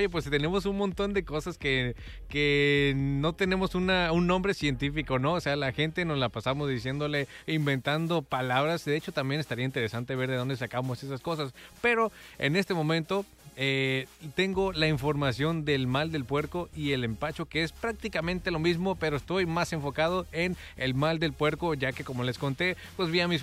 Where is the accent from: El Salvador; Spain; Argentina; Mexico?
Mexico; así somos los mexicanos